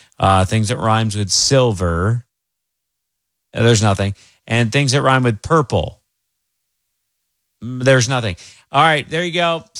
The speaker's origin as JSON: {"language": "English", "town": "Kansas City", "country": "United States", "tie": "born there", "said": "I was born in Kansas City."}